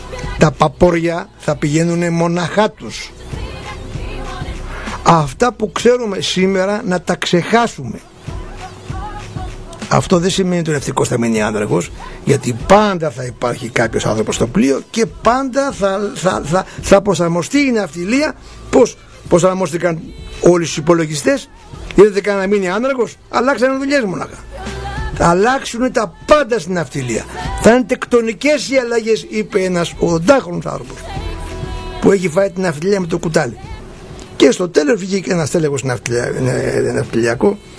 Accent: Chios, North Aegean, Greece

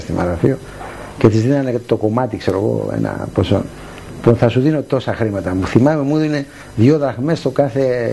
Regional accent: Chios, North Aegean, Greece; για όλη την πατρίδα μου. Και τη Χίο και την πατρίδα μας.

